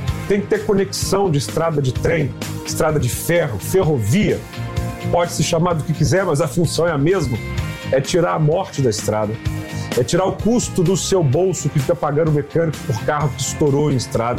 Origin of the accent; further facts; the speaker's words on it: Belo Horizonte, Minas Gerais, Brazil; Eu sou belo-horizontino.